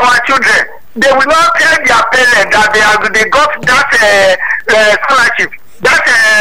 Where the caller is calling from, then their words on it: Igbogbo, Lagos, Nigeria; from Igbogbo.